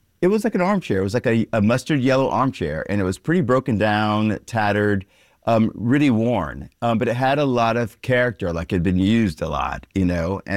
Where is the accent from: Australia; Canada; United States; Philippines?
United States; South Carolina; I grew up in South Carolina